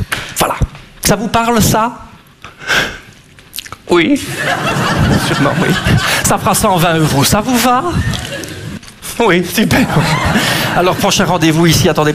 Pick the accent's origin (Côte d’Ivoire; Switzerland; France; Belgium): Belgium; je suis belge.